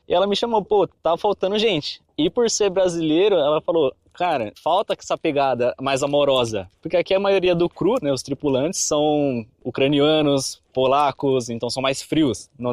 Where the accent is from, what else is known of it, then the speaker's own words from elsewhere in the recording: São Paulo, Brazil; moved away as an adult; now in Texas, United States; Nasci em São Paulo, fui criado em São Paulo toda a minha vida. E no último ano mudei para o Texas para ser salva-vidas.